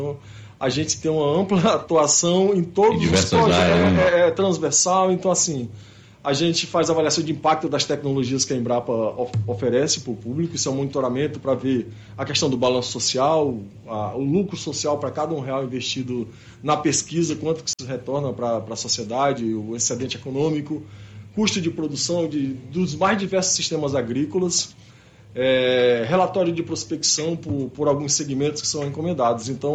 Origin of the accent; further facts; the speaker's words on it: Tarauacá, Acre, Brazil; born there; Tarauacá, minha terra natal querida